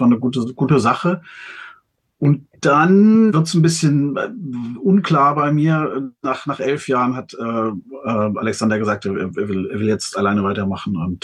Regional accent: Frankfurt, Hesse, Germany; habe diverse Bands hier im Frankfurter Raum, wo ich herkomme und jetzt auch wieder bin, hier in der Frankfurter Szene

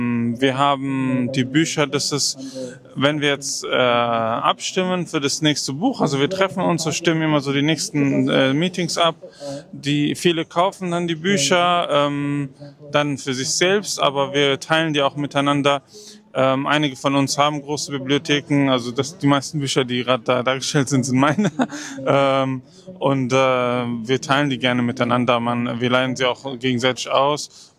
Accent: Palestine; Ich bin Palästinenser, bin Kinderarzt.

